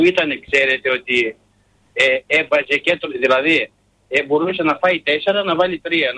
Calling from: Karditsa, Thessaly, Greece; είμαι από Καρδίτσα

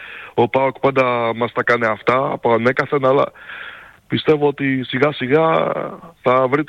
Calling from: Kalamaria, Central Macedonia, Greece; από Καλαμαριά

